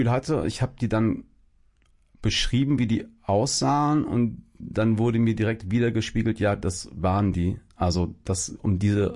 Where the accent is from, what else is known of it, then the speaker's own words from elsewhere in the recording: Hesse, Germany; also born or lived in Los Angeles, United States; ich bin im Dorf groß geworden, so, hab dann in Gießen mein Abi gemacht und danach irgendwie ja auch von der Welt noch nicht viel gesehen gehabt